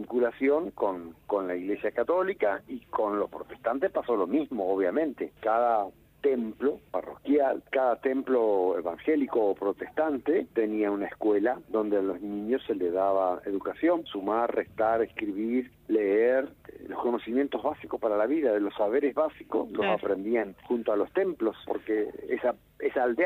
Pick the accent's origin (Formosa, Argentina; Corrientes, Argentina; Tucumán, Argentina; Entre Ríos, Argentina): Entre Ríos, Argentina; Valle María; los que somos de Valle María somos de una región, todos vecinos, todos conocidos